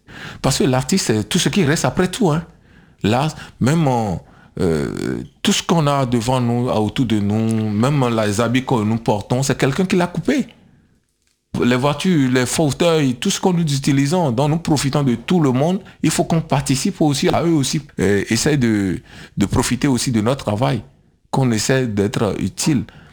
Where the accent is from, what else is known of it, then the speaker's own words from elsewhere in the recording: Benin; je me considère comme artiste béninois, après africain